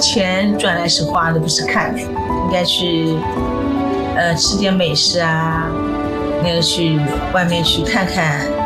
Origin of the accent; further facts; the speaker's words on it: Shaoxing, Zhejiang, China; 我们绍兴人